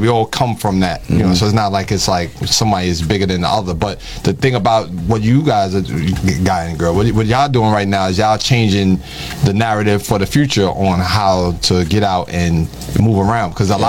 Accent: Bronx, New York, United States; I'm from the Bronx, right? I'm from the South Bronx back mm-hmm. in the days when they was burning buildings and all that.

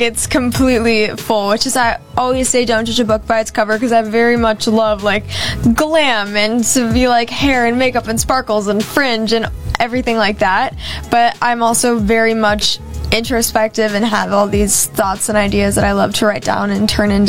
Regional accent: Illinois, United States; I mean, it's a pretty small town where I come from. That's right in the south suburbs of Chicago.

